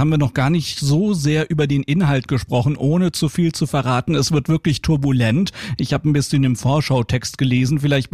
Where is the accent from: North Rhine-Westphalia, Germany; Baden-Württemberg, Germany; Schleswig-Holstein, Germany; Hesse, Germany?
Hesse, Germany; die kann man sehr gut mit einem hessischen Sprichwort aus meiner Heimat zusammenfassen